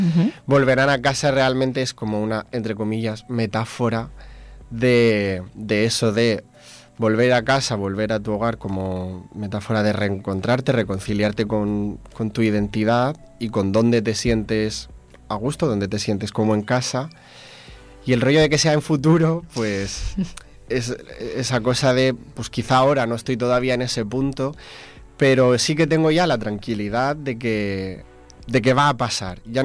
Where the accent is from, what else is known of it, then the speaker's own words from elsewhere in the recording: Alcoy, Valencian Community, Spain; also born or lived in Agres; now in Murcia, Spain; Está mi pueblo, Agres, está Alcoy, que pues me he criado ahí, pero llevo ya la mitad de mi vida que no vivo ahí, que estoy aquí en Murcia.